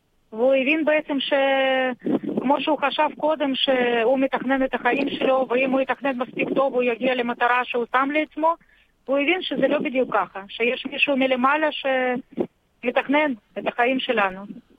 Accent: Russia; now in Israel; גדלתי ברוסיה הסובייטית, שבכלל לא ידעתי לא על החגים יהודיים ולא על כלום ושום דבר. כשהגעתי לישראל, אז הגעתי לקיבוץ של שומר הצעיר.

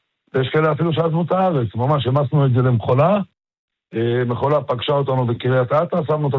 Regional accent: Marjayoun, Nabatieh Governorate, Lebanon; now in Israel; אני גדלתי בצד השני, נולדתי שמה.

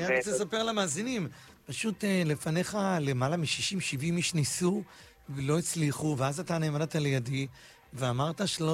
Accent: Bat Yam, Tel Aviv District, Israel; אנשים שאני אישית גדלתי איתם בבת ים, אנחנו בני אותו גיל כמעט

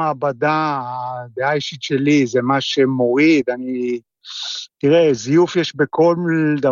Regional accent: Southern District, Israel; moved away as an adult; now in Milan, Italy; אני קיבוצק במקור, נולדתי

